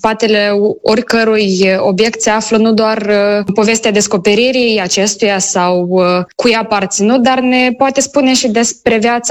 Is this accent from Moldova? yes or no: yes; Moldova